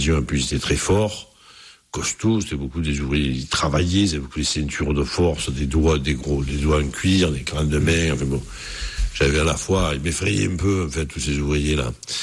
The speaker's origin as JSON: {"language": "French", "town": "Marseille", "region": "Provence-Alpes-Côte d'Azur", "country": "France", "tie": "born or raised there"}